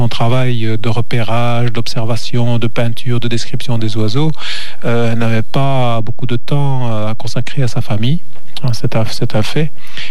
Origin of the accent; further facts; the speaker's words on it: Corbès, Occitanie, France; moved away as an adult; also born or lived in Palm Beach, Florida; avant de revenir m'installer par ici, puisque je suis de Corbès, à côté d'Anduze, j'ai habité avec ma petite famille plusieurs années, 4 ans en réalité, à Palm Beach, en Floride.